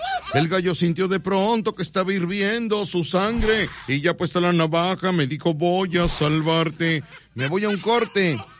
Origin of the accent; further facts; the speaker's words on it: Mexico; Soy puro mexicano